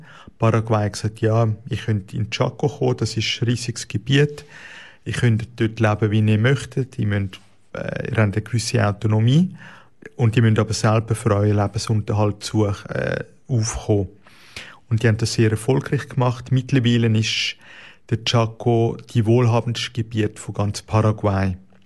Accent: Switzerland; wo eigentlich wie bei uns in der Schweiz nicht gross zu unterscheiden, wo sehr ähnlich ist.

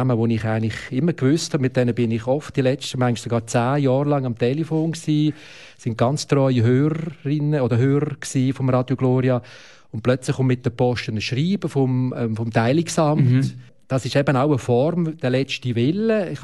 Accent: Switzerland; wir als Schweizer, unsere Gesellschaft, tut für die Zukunft Vorsorge.

